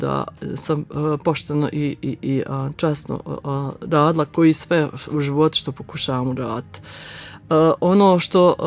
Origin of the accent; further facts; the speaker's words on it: Vitkovići, Federation of Bosnia and Herzegovina, Bosnia & Herzegovina; ja sam iz Vitkovića